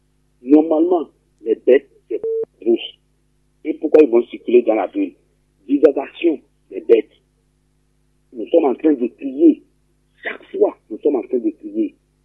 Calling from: Kati, Koulikoro, Mali; Je suis à Bakou de Kati, Nima.

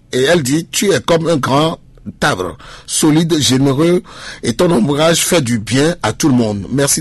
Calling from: Parakou, Borgou, Benin; Je vous appelle de Parakou.

